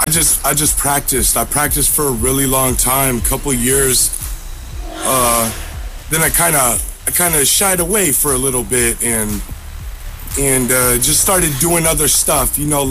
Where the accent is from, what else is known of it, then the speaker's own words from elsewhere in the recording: Trenton, New Jersey, United States; now in Tacoma, United States; I'm from Trenton, New Jersey.